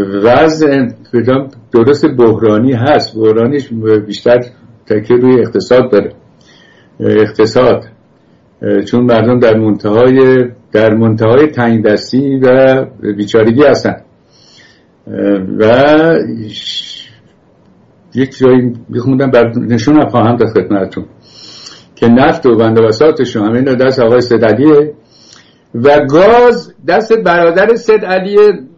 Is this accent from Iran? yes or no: yes; Iran; گفت کجایی هستی، گفتم ایرانی